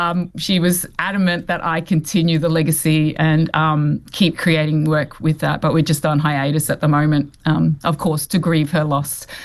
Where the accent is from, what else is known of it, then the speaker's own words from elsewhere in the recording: Ipswich, Queensland, Australia; Well, I think I grew up in Ipswich outside of Brisbane in Australia. So we came over in the late 70s, and so there weren't many other Samoan families around then.